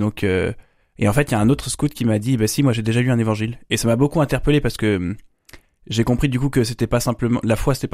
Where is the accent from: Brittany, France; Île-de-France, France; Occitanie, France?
Brittany, France; Brest; moved away as an adult; also born or lived in Nantes / Paris region; moi j'ai 30 ans, j'ai grandi à Brest jusqu'à mes 18 ans. Et puis ensuite je suis parti étudier d'abord 2 ans à Nantes, en classe préparatoire. Et puis j'ai fait ensuite 4 ans d'école d'ingénieur en région parisienne.